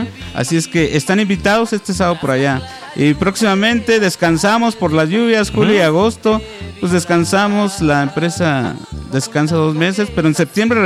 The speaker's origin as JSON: {"language": "Spanish", "town": "Maravatío", "region": "Michoacán", "country": "Mexico", "tie": "born there", "said": "somos de Marabatío, soy nacido en Marabatío."}